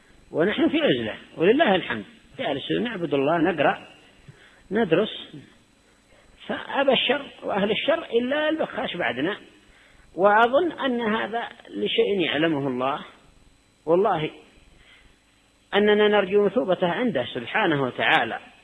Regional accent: Yemen; عندنا في اليمن

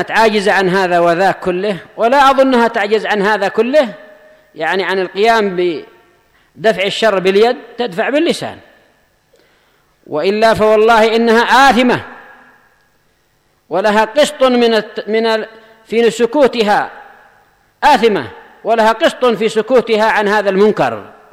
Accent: Yemen; الحوثي ليس له حق أن يبغي علينا، أنا وهو كلنا من أهل اليمن

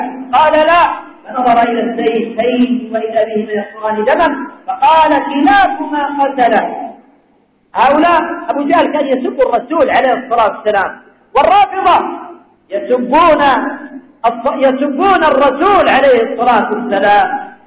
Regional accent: Yemen; اللهم احفظ بلادنا اليمن، اللهم احفظ بلادنا اليمن، اللهم احفظ بلادنا

